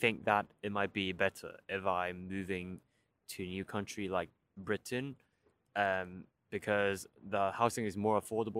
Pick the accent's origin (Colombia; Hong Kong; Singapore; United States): Hong Kong; English is a second language; now in United Kingdom; I'm from Hong Kong, and Hong Kong has a subtropical climate, which means it's quite hot in both summer times and winter times.